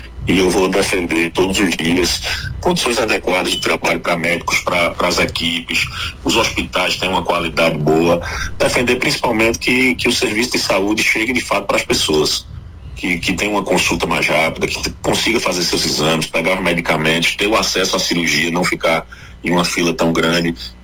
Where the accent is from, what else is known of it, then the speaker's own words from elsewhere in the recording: Canhotinho, Pernambuco, Brazil; E o terceiro foi Canhotinho, Minha Terra.